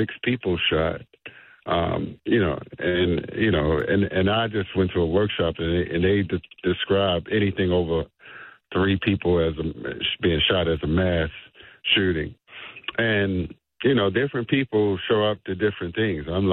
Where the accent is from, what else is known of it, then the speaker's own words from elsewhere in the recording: Baltimore, Maryland, United States; I told them I'm from Baltimore.